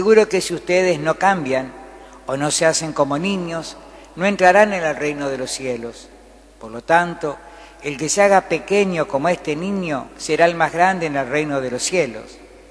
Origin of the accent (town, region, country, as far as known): Argentina